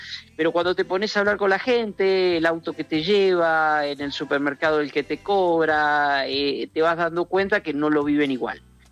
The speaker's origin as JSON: {"language": "Spanish", "country": "Argentina"}